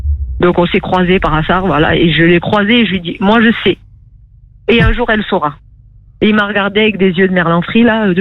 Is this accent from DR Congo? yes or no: no; Carcassonne, Occitanie, France; Oui, je suis de Carcassonne.